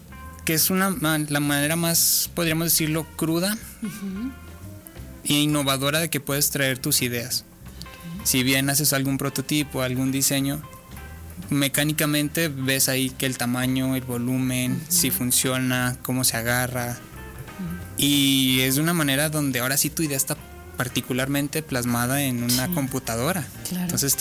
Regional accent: Zacatecas, Mexico; Yo soy de Zacatecas.

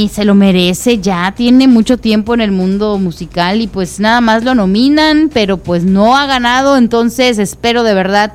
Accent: Mexico

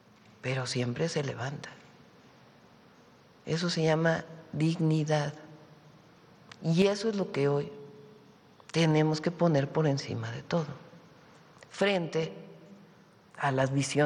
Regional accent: Mexico; los mexicanos podemos. Las y los mexicanos podemos.

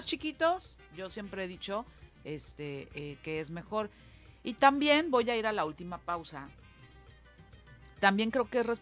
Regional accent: Guerrero, Mexico; somos de Guerrero y ni Guerrero conocemos.

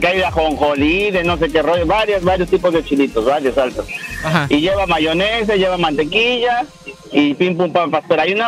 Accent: Tempoal, Veracruz, Mexico; Pues acá en mi pueblo, en Tempoal, Veracruz.

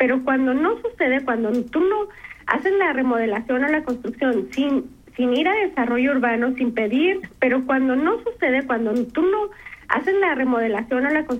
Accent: Chihuahua, Mexico; En Chihuahua capital. Yo soy de Chihuahua.

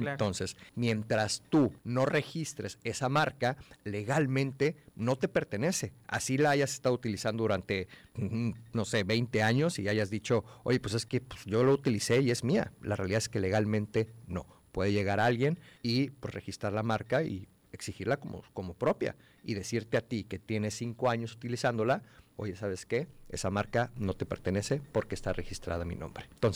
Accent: Tabasco, Mexico; yo soy tabasqueño

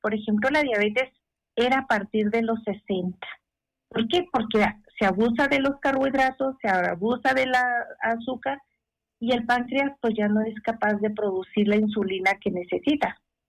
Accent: Mexico

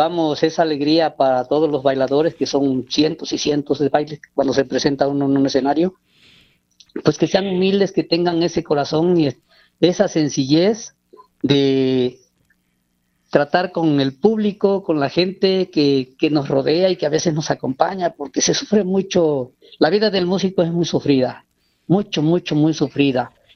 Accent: Paso de Ovejas, Veracruz, Mexico; Yo soy del municipio de Paso de Ovejas, de Veracruz

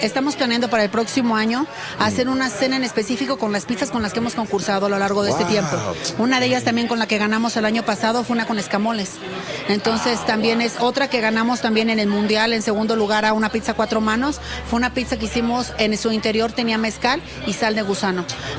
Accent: Mexico; Es lo que nos trae a nosotros como mexicanos y nos distingue el maíz.

